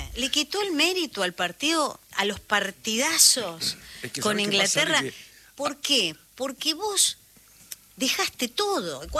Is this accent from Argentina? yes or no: yes; Argentina; Somos argentinos, somos así